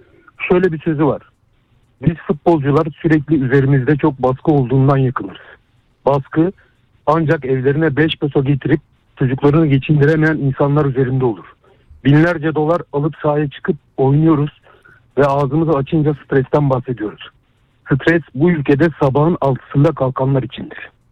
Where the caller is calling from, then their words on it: Izmir, İzmir, Turkey; İzmir'den arıyorum.